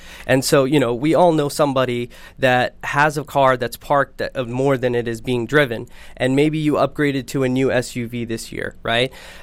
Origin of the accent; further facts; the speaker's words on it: Dallas, Texas, United States; I'm born and raised in Dallas, Texas.